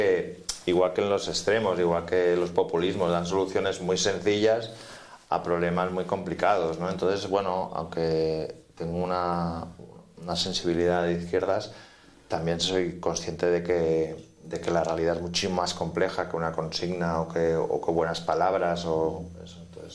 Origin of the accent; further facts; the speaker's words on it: Barcelona, Catalonia, Spain; yo soy de Barcelona, mis padres son de Barcelona